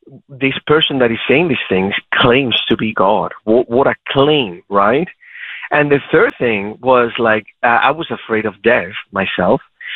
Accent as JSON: {"language": "English", "country": "Spain", "tie": "born or raised there", "second_language": "English", "said": "So what happened, I grew up in Spain, and I grew up nominal Catholic."}